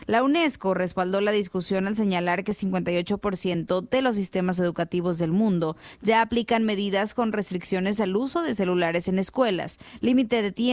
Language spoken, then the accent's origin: Spanish; Mexico; A lo mejor como mexicanos, cuál es la relación realmente